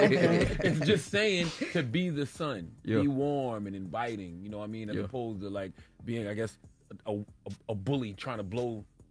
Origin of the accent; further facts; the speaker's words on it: Atlanta, Georgia, United States; I'm from Atlanta.